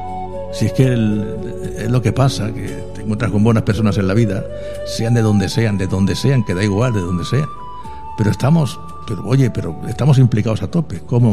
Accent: Murcia, Region of Murcia, Spain; born there; yo he nacido en Murcia, capital. Murcia, capital.

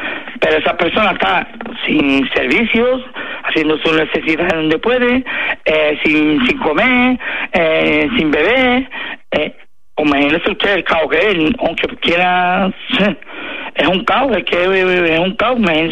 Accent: Spain

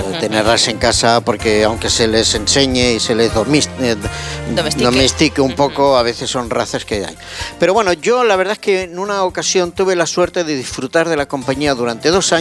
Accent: Barcelona, Catalonia, Spain; born there

